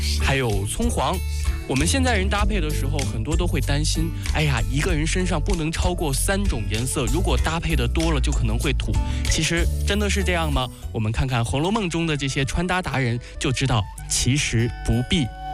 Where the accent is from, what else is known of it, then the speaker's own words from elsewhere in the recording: China; 真正属于我们中国人的流行色